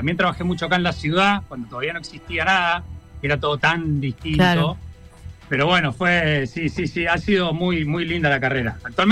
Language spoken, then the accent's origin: Spanish; Comodoro Rivadavia, Chubut, Argentina; Soy de Chubut, de Comodoro Rivadavia. Vine acá, bien.